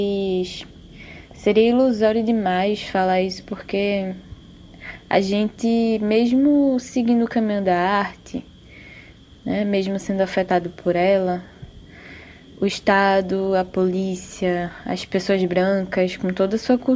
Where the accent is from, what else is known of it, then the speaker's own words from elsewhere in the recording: Olinda, Pernambuco, Brazil; now in Cuieiras, Igarassu, Brazil; sou natural de Olinda, mas moro aqui em Cuieiras, que é a terra natal da minha família materna, né?